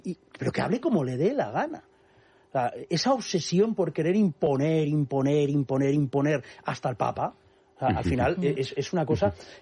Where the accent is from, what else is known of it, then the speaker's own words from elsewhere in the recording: Barcelona, Catalonia, Spain; Barcelona, que es la segunda ciudad más poblada de España, pues pueda dar una imagen distinta, y es mi tierra, a mí me preocupa.